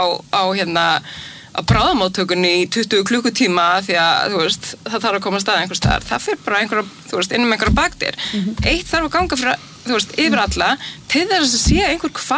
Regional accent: Sweden; now in Iceland; Ég alinn upp í Svíþjóð og bjó opaslega lengi þar.

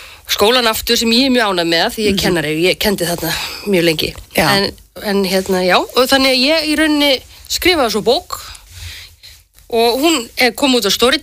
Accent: Grindavík, Southern Peninsula, Iceland; ég er sem sagt Grindvíkingur. Ég er að nálgast fertugt og hlakka mjög mikið til að verða fertug fljótlega. En ég er Grindvíkingur og hérna og er hluti af þeim hópi sem þurfti að rýma heimilin sín fyrir cirka 3 árum

